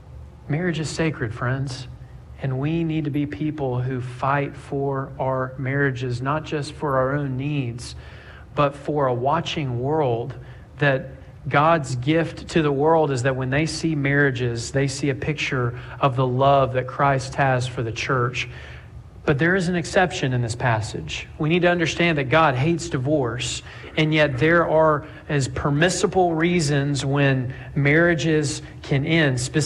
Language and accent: English; Montgomery, Alabama, United States; I am from Montgomery, Alabama, and had a front row seat to real life heroes.